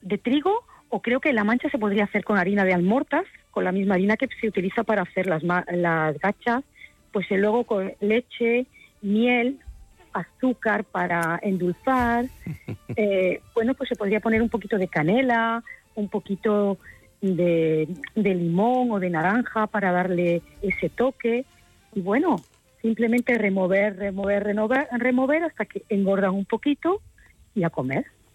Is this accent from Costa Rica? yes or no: no; Granada, Andalusia, Spain; Bueno, yo soy de Granada.